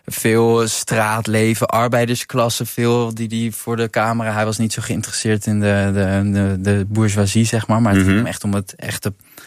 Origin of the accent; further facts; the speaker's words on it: Netherlands; waar wij als Nederlanders vrij ingetogen zijn.